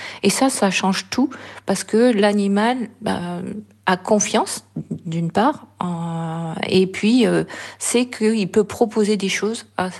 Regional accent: south of France, France; accent: southern French; comme moi, j'ai un accent du sud

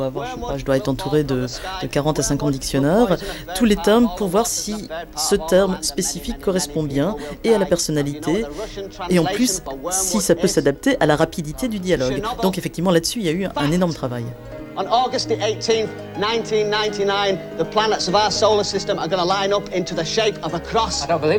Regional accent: France; also born or lived in Liverpool, United Kingdom / Manchester, United Kingdom

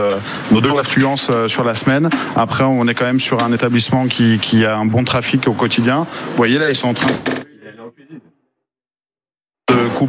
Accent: Pays de la Loire, France; Alors, moi, je suis originaire de la Sarthe. J'ai fait mes armes sur Paris et j'ai décidé de vivre dans les Bouches-du-Rhône il y a une petite dizaine d'années.

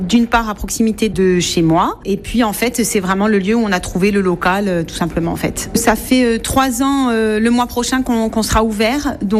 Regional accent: Corte, Corsica, France; le falcoulé puisqu'on a grandi à Corté, donc on était obligé de faire un petit clin d'œil aussi à notre ville natale

